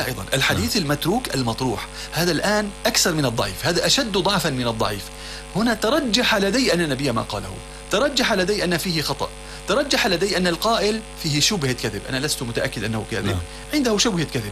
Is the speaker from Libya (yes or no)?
no; Syria; moved away; اليوم نحن من حرم من سوريا والله.